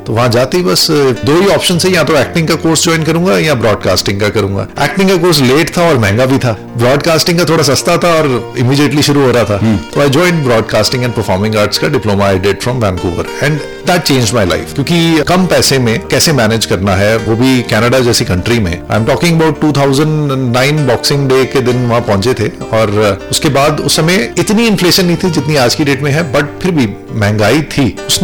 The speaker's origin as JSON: {"language": "Hindi", "region": "Chandigarh", "country": "India", "tie": "born or raised there", "also_born_or_lived": "Phagwara, Punjab", "said": "मेरा जन्म फगवाड़ा में हुआ था, पंजाब में एक शहर है फगवाड़ा। आई थिंक मैं 3 या 4 साल का होऊंगा तब मेरे पिताजी चंडीगढ़ आ गए थे। उनकी ट्रांसफर हुई थी"}